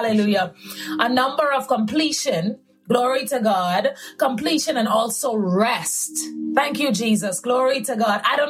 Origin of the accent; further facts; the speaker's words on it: Bahamas; now in United States; I am from the Bahamas. I was born and raised in the Bahamas, but I reside in America.